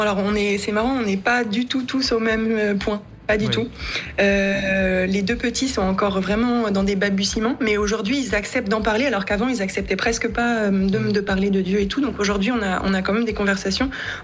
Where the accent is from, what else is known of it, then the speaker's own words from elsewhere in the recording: Morocco; j'ai commencé à vraiment dire, je suis marocaine.